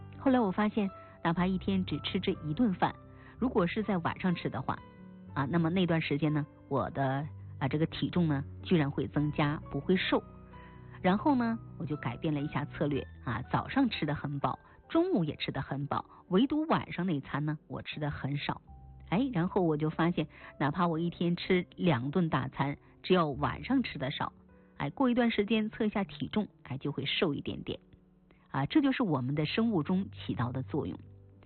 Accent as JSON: {"language": "Chinese", "country": "China"}